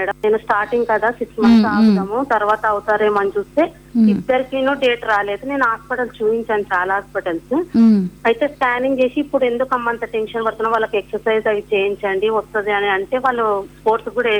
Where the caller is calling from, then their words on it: Hyderabad, Telangana, India; మేము హైదరాబాద్ నుంచి మాట్లాడుతున్నాం మేడం.